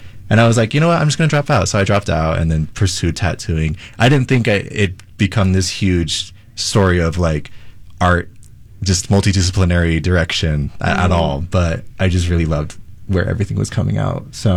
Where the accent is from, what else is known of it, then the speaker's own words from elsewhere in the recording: Orem, Utah, United States; I guess I grew up here in Orem, Utah. I grew up Mormon. Both parents emigrated from.